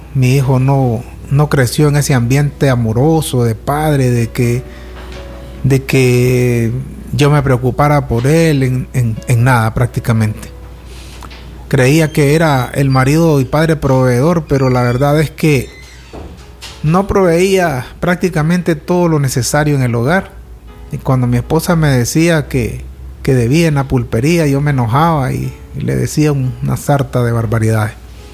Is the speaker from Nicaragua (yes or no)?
yes; Sébaco, Matagalpa, Nicaragua; Venimos de la ciudad de Sébaco a compartirles lo que estamos viviendo